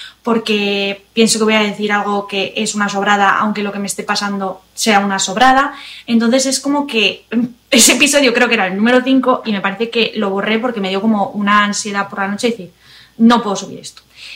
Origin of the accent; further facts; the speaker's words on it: Spain; moved away as an adult; now in United States; yo soy española, pero vivimos cerca de sus padres, en el pueblo donde él se crió, en un sitio que a mí ya sabéis que no me gusta